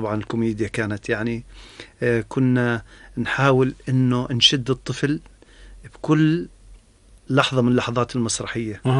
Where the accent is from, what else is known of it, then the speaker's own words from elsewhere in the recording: Jordan; ممزوجة بالفرح الأردني الأصيل، عبرت عن أرضنا.